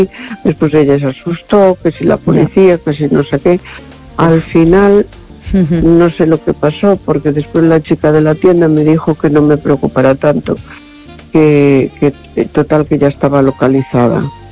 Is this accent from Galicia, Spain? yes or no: yes; A Coruña, Galicia, Spain; Hola, buenas noches. … de La Coruña.